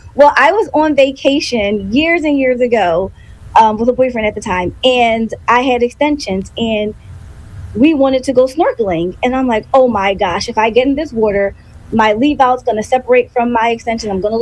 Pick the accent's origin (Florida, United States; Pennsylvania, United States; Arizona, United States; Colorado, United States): Pennsylvania, United States; Philadelphia; I grew up in Philly in the neighborhood called The Bottom. So it was a bad neighborhood